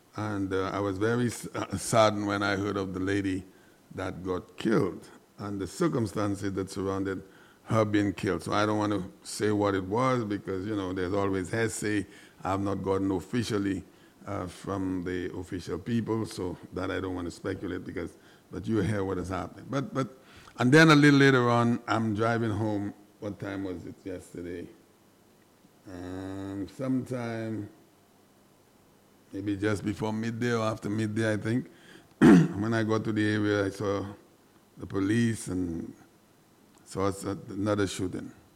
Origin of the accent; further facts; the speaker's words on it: Castries, St. Lucia; I grew up in the Marshall area. I am still there.